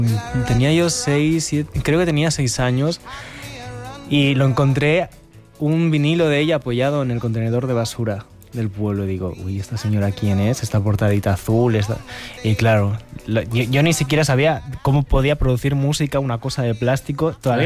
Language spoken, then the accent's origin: Spanish; A Guarda, Galicia, Spain; now in Madrid, Spain; Pero yo no sabía que mi pueblo era tan conocido hasta que llegué a Madrid.